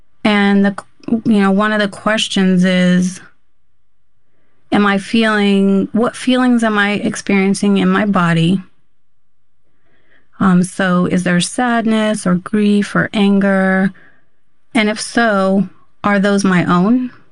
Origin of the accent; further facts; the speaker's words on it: Yuma, Arizona, United States; because I grew up in Yuma, Arizona. We're right on the border.